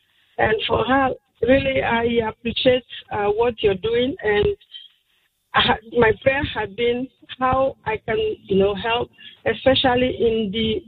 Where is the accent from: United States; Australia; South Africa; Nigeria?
Nigeria; I'm a Nigerian.